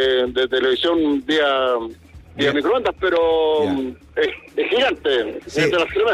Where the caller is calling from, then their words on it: Villa Alemana, Valparaíso, Chile; De la localidad de Villa Alemana, en Viña del Mar.